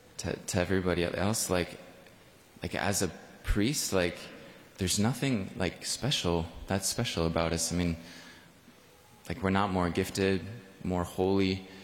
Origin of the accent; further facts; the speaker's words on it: Nebraska, United States; moved away as an adult; now in Philadelphia, United States; I never say I'm from Philadelphia. I'm always like, well, I'm from Nebraska, but I live in Philadelphia.